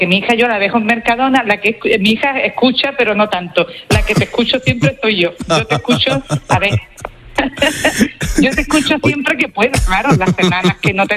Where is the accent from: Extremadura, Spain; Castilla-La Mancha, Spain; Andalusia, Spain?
Andalusia, Spain; Tarifa